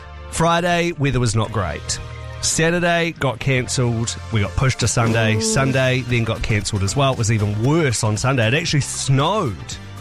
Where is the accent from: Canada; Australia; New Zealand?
New Zealand; Queenstown, Otago; I grew up in Queenstown, spent my childhood skiing, but I've never been heli skiing.